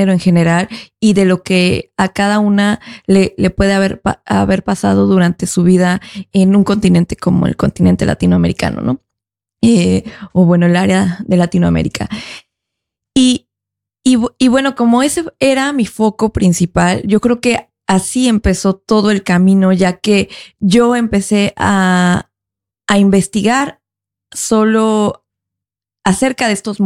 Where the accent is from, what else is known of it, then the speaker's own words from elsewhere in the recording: Mexico City, Mexico; Y yo vengo de Ciudad de México y Ciudad de México es una ciudad súper abierta y vengo justo de esa área de medios, de artistas, etcétera, de la cultura.